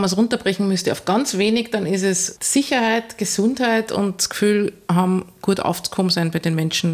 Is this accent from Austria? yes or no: yes; Upper Austria, Austria